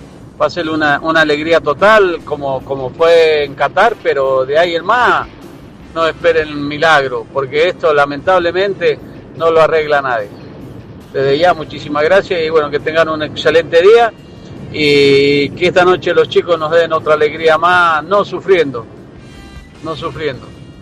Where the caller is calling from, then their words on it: Argentina; somos todos argentinos.